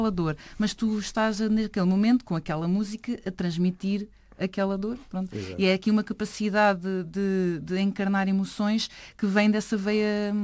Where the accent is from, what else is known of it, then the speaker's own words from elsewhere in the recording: Vilar, Lisbon, Portugal; Sou da aldeia do Vilar, no concelho do Cadaval.